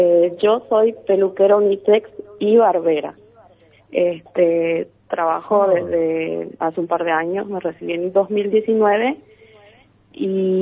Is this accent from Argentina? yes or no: yes; Las Lomitas, Formosa, Argentina; Yo soy de acá de Las Lomitas.